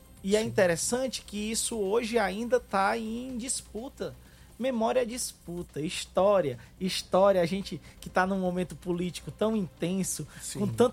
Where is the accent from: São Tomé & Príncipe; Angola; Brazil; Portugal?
Brazil; Fortaleza, Ceará; born or raised there